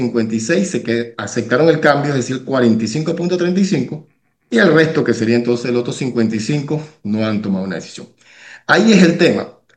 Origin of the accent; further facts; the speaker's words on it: Panama; los panameños somos panameños